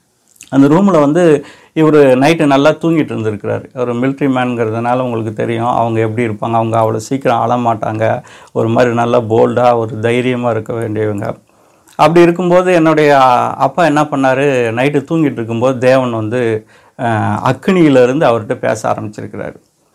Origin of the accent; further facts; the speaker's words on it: India; born there; also born or lived in Pune / Lucknow; சத்தீஸ்கரில் ஜார்கண்டில் நான் பிறந்தேன்